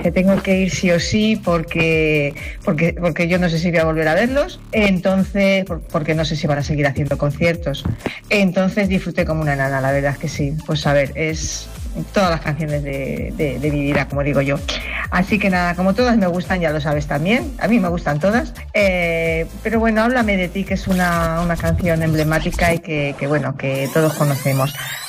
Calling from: Madrid, Community of Madrid, Spain; de Madrid.

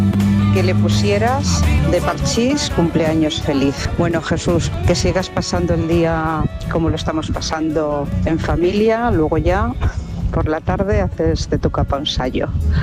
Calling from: Guadalajara, Castilla-La Mancha, Spain; de Guadalajara.

